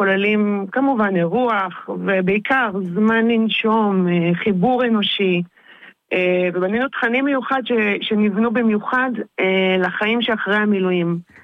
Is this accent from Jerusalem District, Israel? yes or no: yes; Jerusalem, Jerusalem District, Israel; now in Northern Israel